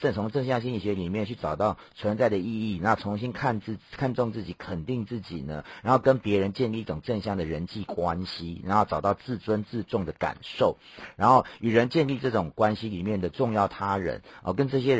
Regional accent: Taiwan; 就是我们台湾人喜欢讲诠释

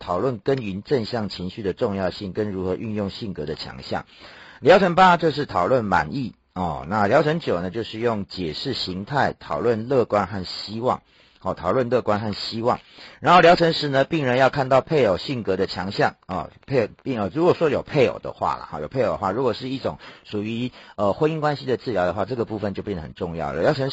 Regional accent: Taiwan; 就是我们台湾人喜欢讲诠释

